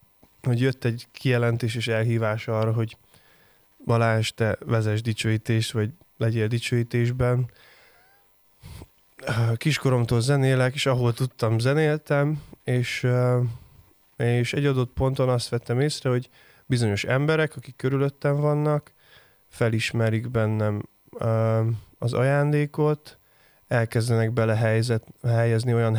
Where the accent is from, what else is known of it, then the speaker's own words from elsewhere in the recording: Transylvania, Romania; moved away as an adult; now in Budapest, Hungary; ahogy az Erdélyi Baptista közösségben is, ahogy felnőttem, meg aztán később, hogy Budapestre kerültem